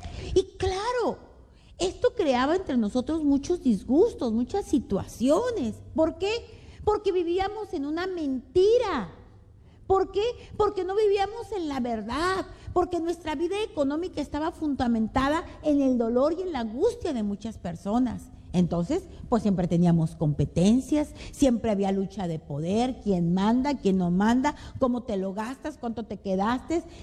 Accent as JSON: {"language": "Spanish", "town": "Monterrey", "region": "Nuevo León", "country": "Mexico", "said": "nosotros somos de Monterrey."}